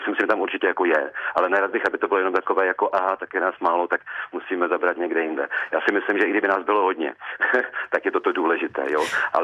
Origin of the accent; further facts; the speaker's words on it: Brno, South Moravian Region, Czechia; A já samozřejmě, protože jsem rodilý Brňák, tak jako … je má jako jasné brněnské kořeny, tak já jsem se s tím setkával už od svého mládí.